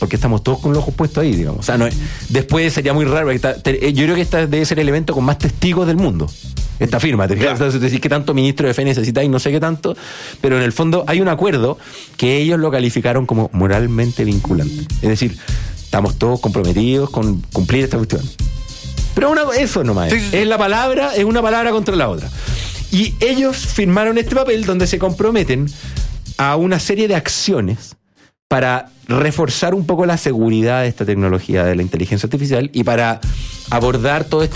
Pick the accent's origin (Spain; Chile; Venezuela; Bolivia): Chile; Sí, pero somos chilenos, tenemos un negocio aquí en Chile, tenemos el mercado en Chile.